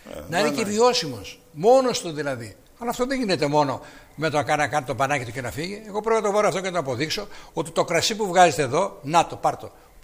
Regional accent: Greece; σαν Έλληνας

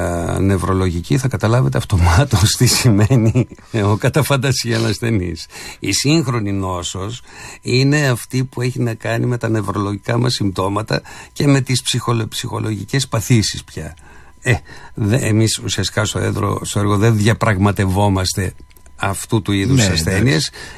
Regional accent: Greece; με την ίδια μας φυσιογνωμία ως Έλληνες.

